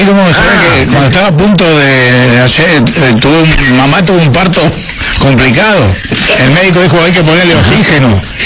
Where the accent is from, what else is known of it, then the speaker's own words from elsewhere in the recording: San José de Mayo, San José, Uruguay; moved away; Yo soy de San José, soy Maragato.